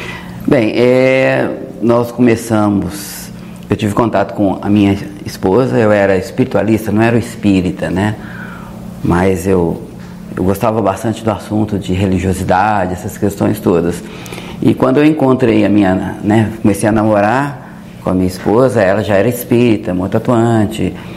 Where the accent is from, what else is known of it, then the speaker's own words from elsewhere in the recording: Belo Horizonte, Minas Gerais, Brazil; nós somos de Belo Horizonte